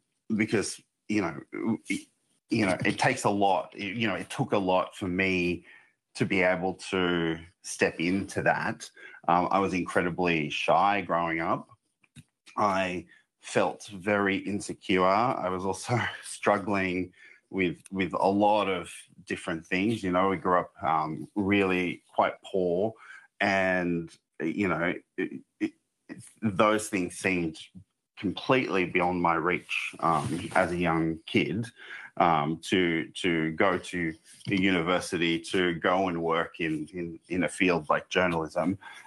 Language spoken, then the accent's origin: English; Bourke, New South Wales, Australia; one of the only, you know, Blackfellas that I saw on television growing up in Bourke. We only had three channels, SBS, ABC and Imparja.